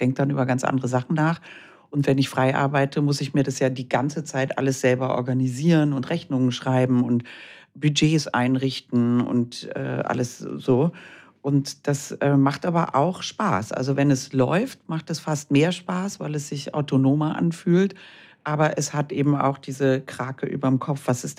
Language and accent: German; Germany; Wir haben in meiner Kindheit viel in Österreich Urlaub gemacht, wie Deutsche das so machen, in St. Oswald in der Nähe von Krems.